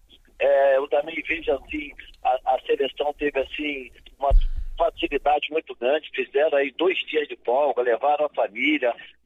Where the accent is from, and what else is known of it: Brazil